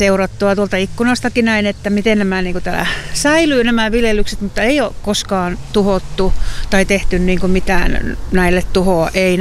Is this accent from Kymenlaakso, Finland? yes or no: no; Ivalo, Lapland, Finland; mähän olen Lapista kotoisin Ivalosta ja edesmennyt isäni on poromies ollut, metsäsaamelainen